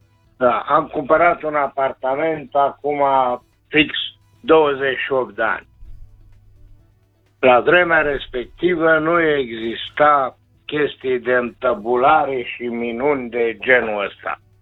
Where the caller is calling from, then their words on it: Câmpia Turzii, Cluj County, Romania; Vă sunt din Câmpia Turzii